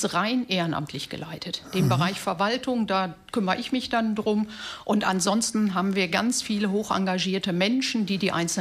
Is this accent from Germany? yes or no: yes; North Rhine-Westphalia, Germany; also born or lived in Kiel; now in Travemünde, Germany; ursprünglich aus NRW komme, seit einigen Jahren in Travemünde lebe, weil ich immer wieder ans Meer wollte